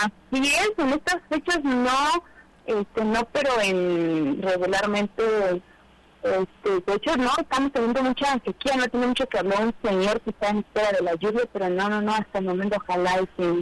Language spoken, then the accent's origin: Spanish; San Andrés Chicahuaxtla, Oaxaca, Mexico; now in Tlaxiaco, Mexico; no tengo mucho que llegué de allá, como de origen. En inicio, soy originaria de San Andrés, Chicahuatlán.